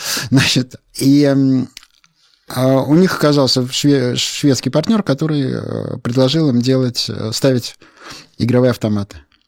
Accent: Saint Petersburg, Russia; я как питерский человек, мне, в принципе, нравятся рюмочные.

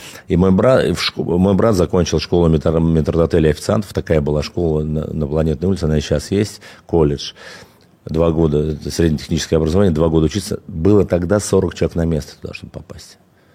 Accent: Khimki, Moscow Oblast, Russia; ну я родился в Химках, это Подмосковье, на Левом берегу, в частности, да, это такой подмосковный район, ну, прям сразу за кольцевой дорогой

